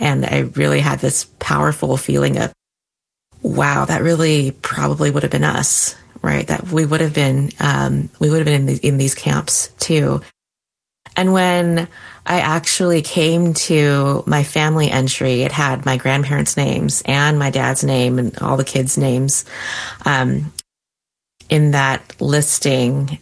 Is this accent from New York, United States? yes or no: no; Tacoma, Washington, United States; does regular direct actions at the Northwest Detention Center here in Tacoma, in my hometown.